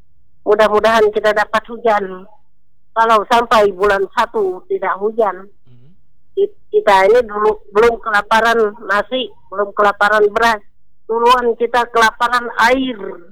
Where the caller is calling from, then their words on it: West Kutai, East Kalimantan, Indonesia; kita di Kutai Barat ini